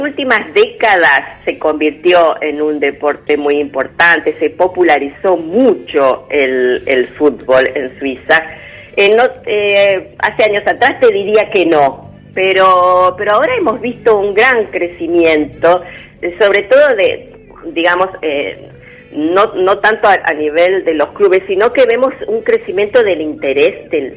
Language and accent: Spanish; Argentina; born there; nosotros somos doble nacionales. Nuestra familia, o sea, es argentina, nacimos en Argentina, pero tenemos la nacionalidad suiza.